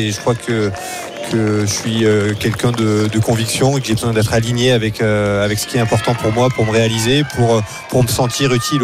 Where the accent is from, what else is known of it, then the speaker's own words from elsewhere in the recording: France; now in Haute-Savoie, France; Depuis quelques années, donc oui, sur là où j'habite, et mais non, ouais, je suis originaire des Pyrénées